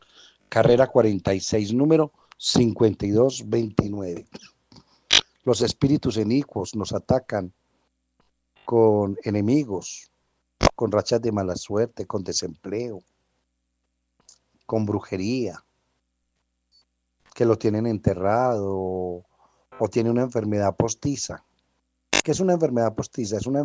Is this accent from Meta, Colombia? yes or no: no; Antioquia, Colombia; la gente más querida del mundo somos los paisas.